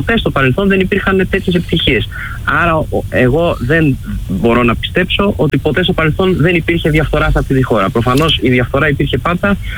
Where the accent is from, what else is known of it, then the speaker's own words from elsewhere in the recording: Greece; Εγώ ως Έλληνας